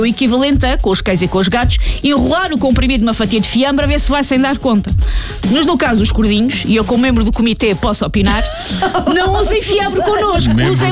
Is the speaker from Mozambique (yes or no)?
no; Portugal; Como boa portuguesa, eu sempre associo a palavra déficit a algo mau